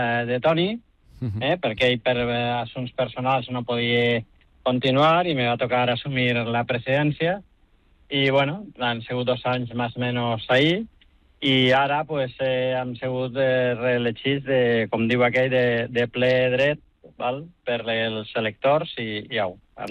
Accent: Castellón de la Plana, Valencian Community, Spain; born there; moved away; also born or lived in Barcelona

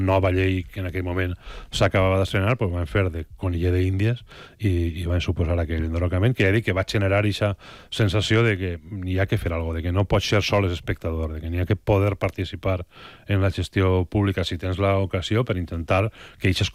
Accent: Xilxes, Valencian Community, Spain; born or raised there

